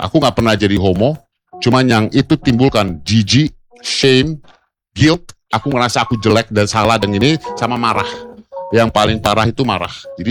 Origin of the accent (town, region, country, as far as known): Jakarta, Indonesia; born or raised there